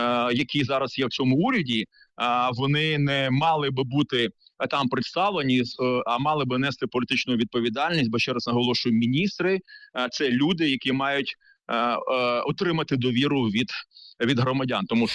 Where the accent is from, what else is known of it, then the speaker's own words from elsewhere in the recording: Mykolaiv, Mykolaiv Oblast, Ukraine; я сам з Миколаєва